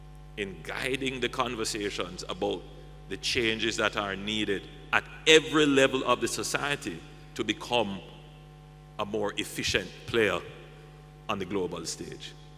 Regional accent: Jamaica; Maybe it is just the exceptional ambition being a Jamaican.

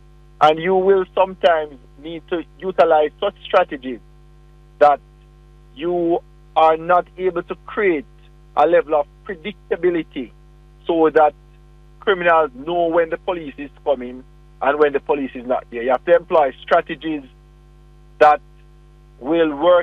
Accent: Spanish Town, Saint Catherine, Jamaica; also born or lived in Kingston; I was born in Kingston, but I grew up in Spanish Town.

